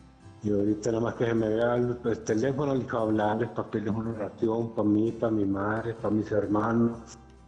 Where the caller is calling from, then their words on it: Chihuahua, Mexico; Me estoy comunicando de acá, de Chihuahua.